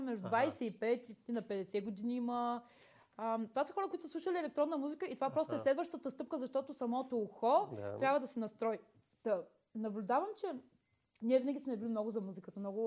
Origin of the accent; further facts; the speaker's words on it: Varna, Varna Province, Bulgaria; И аз сме от Варна.